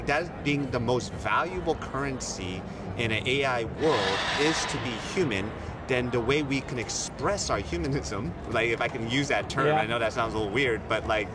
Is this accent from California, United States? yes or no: yes; California, United States; now in New York City, United States; I'm also from the Bay Area. I was born and raised. I now live in New York City.